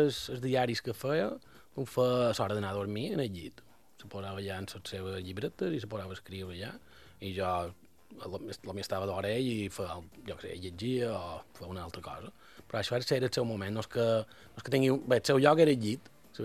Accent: Campanet, Balearic Islands, Spain; Sí, perquè jo som de Campanet.

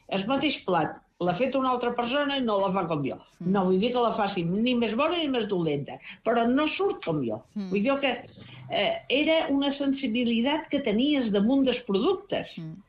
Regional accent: Ibiza, Balearic Islands, Spain; I això, jo com a eivissenca i que ja tinc anys, em dol molt.

